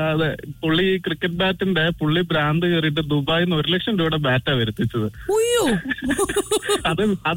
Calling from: Qatar

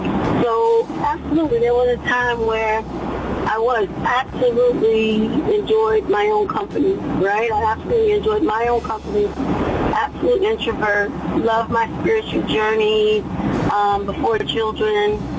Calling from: Richmond, United States; I'm calling from Richmond.

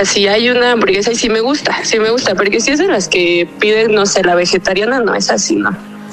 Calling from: Mexico City, Mexico; De Ciudad de México.

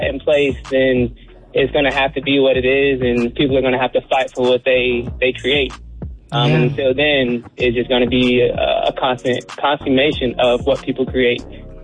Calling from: Morrow, Georgia, United States; I'm calling from Clayton County, Georgia, Morrow, Georgia.

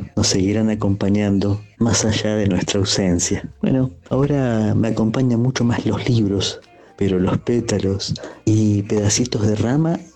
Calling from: San Luis, Argentina; Un abrazo gigante, pajarito, desde San Luis.

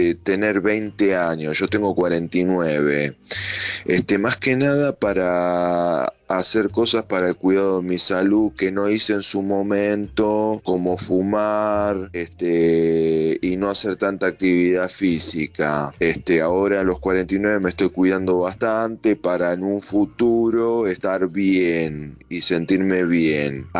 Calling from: Ezeiza, Buenos Aires Province, Argentina; de Ezeiza. Y aunque es físicamente imposible, pero me gustaría tener 20 años. Yo tengo 49.

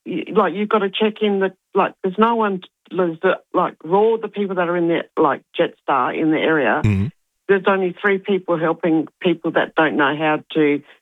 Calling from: Adelaide, South Australia, Australia; we came home from Cairns to Adelaide

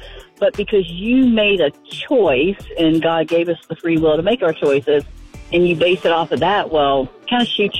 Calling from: Green Cove Springs, Florida, United States; I'm calling from Green Coast Springs, Florida.

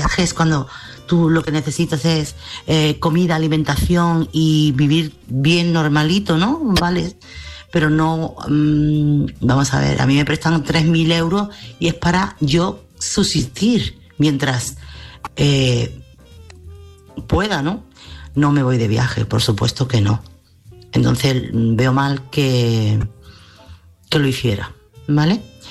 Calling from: Chiclana de la Frontera, Andalusia, Spain; corresponsal de Chiclana.

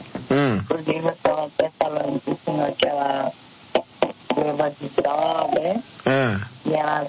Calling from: São Vicente, São Paulo, Brazil; Eu falo de São Vicente, litoral.

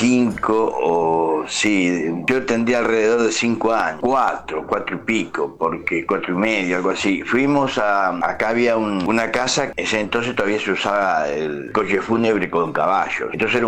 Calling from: Marcos Paz, Buenos Aires Province, Argentina; Marcos Paz.

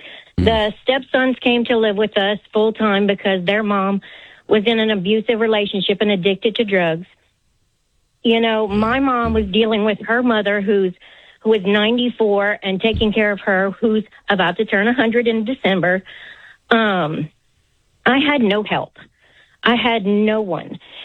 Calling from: Louisiana, United States; So, I'm from Louisiana

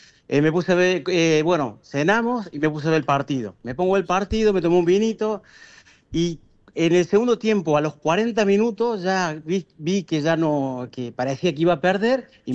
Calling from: Alta Gracia, Córdoba, Argentina; yo soy de Altagracia.

